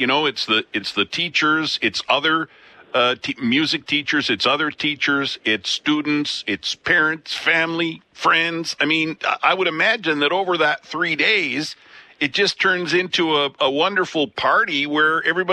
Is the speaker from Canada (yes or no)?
yes; Manitoba, Canada; born there; I was born in Manitoba.